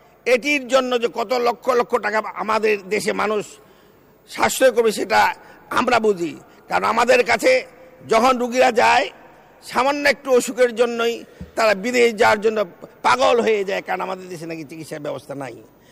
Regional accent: North Bengal, Bangladesh; আমার বাড়িও যদিও দক্ষিণবঙ্গে না উত্তরবঙ্গে, আমরা উত্তরবঙ্গের লোক

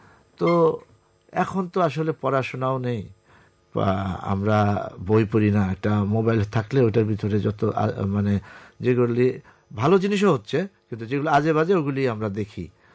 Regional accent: Dhaka, Dhaka Division, Bangladesh; also born or lived in Manikganj; আমি তো বেড়ে উঠেছি আসলে ঢাকায়, আমি আমার বয়স 3-4 বছর পর্যন্ত আমি গ্রামে ছিলাম। তারপরে আব্বার যখন কোয়ার্টার পেল ধানমন্ডিতে, ধানমন্ডি গভর্নমেন্ট বয়েজ হাই স্কুলে, আব্বা তো শিক্ষক ছিলেন ইংলিশের এবং হোস্টেল সুপারিনটেন্ট, তা আমরা 63 সালে ঢাকায় চলে এসেছি।

